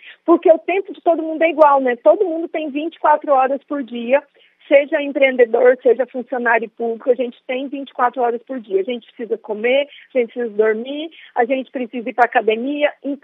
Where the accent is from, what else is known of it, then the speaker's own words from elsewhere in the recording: Goiás, Brazil; eu sou de Goiás